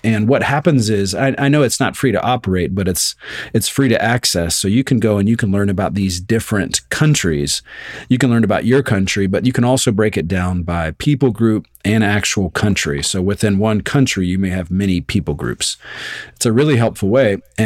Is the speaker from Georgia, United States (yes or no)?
yes; Georgia, United States; I'm not going to say that I grew up in Georgia because you always harass me for this.